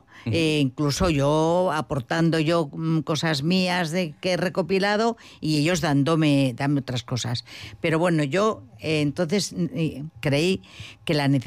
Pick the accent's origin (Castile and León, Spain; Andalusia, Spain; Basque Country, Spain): Castile and León, Spain; Mayorga; born there; eso había fraguado dentro de mi pueblo, ¿no? Pero luego es verdad que si Mayorga es un pueblo muy musical